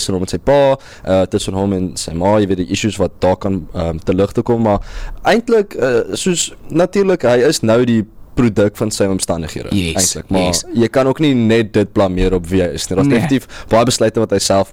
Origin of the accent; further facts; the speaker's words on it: Western Cape, South Africa; born there; also born or lived in Pretoria; now in Stellenbosch, South Africa; So toe trek ons af in 2014 en van toe af is ek in Beaumont Laerskool gewees.